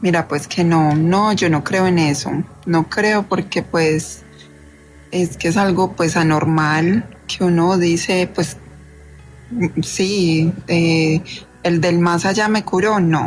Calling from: Manizales, Caldas, Colombia; Yo soy de Manizales. Ajá. Toda mi familia, de parte de mi papá, pues son de Manizales.

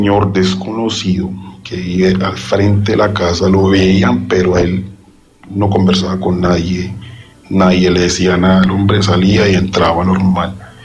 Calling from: Candelaria, Valle del Cauca, Colombia; yo vivo en Candelaria, Candelaria del Cauca.

